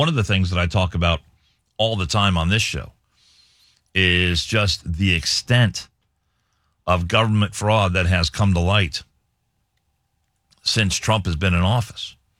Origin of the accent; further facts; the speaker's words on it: United States; being a kid growing up in Marymount